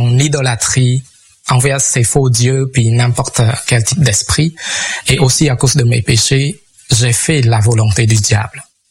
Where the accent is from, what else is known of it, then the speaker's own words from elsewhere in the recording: Cambodia; moved away as an adult; now in Chicoutimi, Canada; En 2002, j'ai quitté le Cambodge avec une bourse pour venir étudier. Donc, je suis venu à l'Université du Québec à Chicoutimi.